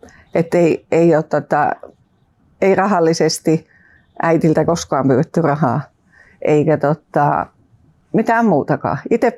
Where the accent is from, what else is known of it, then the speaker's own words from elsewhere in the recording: Lahti, Päijät-Häme, Finland; now in Tampere, Finland; Mä oon Tampereelta. Kotosin Lahdesta. Tai mun vanhemmat ja veljet ja siskot asuu siellä ja mä oon asunut Tampereella parikymmentä vuotta.